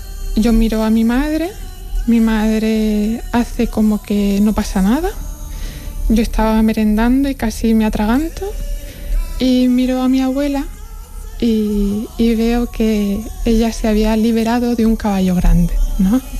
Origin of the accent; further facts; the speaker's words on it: Orihuela, Valencian Community, Spain; now in Seville, Spain; yo soy de Orihuela, pero vivía en Los Arrabales, que era la huerta de la Vega Baja, que enlazaba la huerta alicantina con la huerta murciana. Una zona montañosa de bancales por cultivar